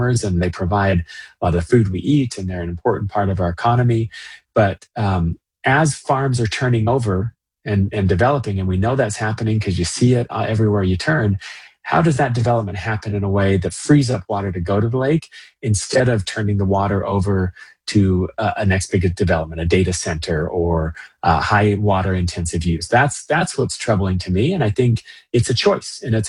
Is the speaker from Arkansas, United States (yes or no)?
no; West Bountiful, Utah, United States; I grew up in West Bountiful, Utah, on the shores of the Great Salt Lake.